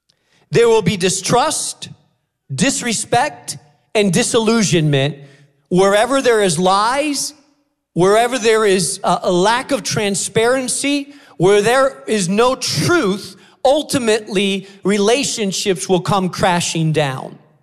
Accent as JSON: {"language": "English", "country": "Spain", "tie": "born or raised there", "moved": "yes", "lives_now": "United States", "said": "And so I grew up in Spain. Everywhere outside of my house, I spoke Spanish, Castilian Spanish. In my house, I spoke English because my house, my parents were Americans"}